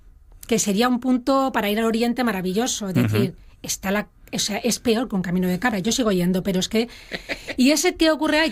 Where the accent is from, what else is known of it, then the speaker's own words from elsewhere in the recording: Madrid, Community of Madrid, Spain; born there; Y yo me siento asturiana, lo de Madrid casi lo de menos, como nacer allí de rebote.